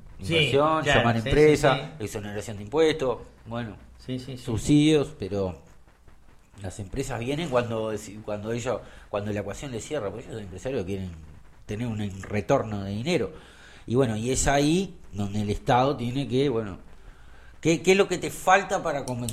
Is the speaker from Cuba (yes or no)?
no; Lagomar, Canelones, Uruguay; born there; nací en. En Lago Mar